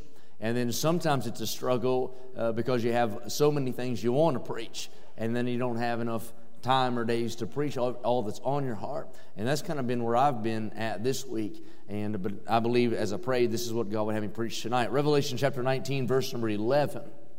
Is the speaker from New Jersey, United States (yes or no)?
no; West Virginia, United States; I grew up in West Virginia, and it's a little bit prettier here than where I'm from because our hills are so close together you can't tell where we have any.